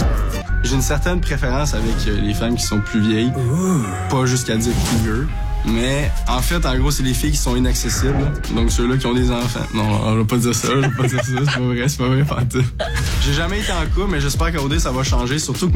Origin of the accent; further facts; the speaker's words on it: Sainte-Hélène-de-Kamouraska, Quebec, Canada; Je viens de Sainte-Hélène de Kamouraska